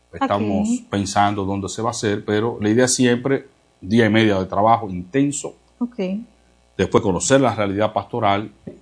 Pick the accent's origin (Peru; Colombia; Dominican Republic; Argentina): Dominican Republic; Baní, Peravia; yo soy de Baní